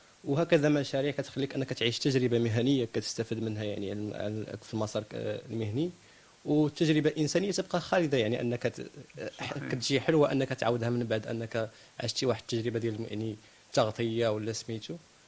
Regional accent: Morocco; نحن مغاربه

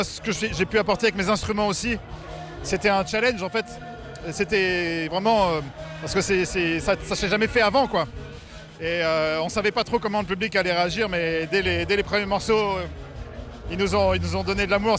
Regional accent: Brittany, France; Après, moi je suis issu d'une tradition populaire de musique de trance, parce que je viens de Bretagne.

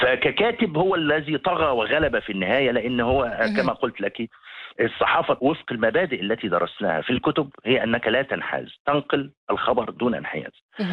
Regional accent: Egypt; also born or lived in Morocco; انا ابن مصر وابن المغرب، اعرف شعب مصر، انا ابن شعب مصر، وابن شعب المغرب بحكم العيش والملح، واني عشت مع مكونات المجتمع المغربي بين ريافه وجبالة وسواسة

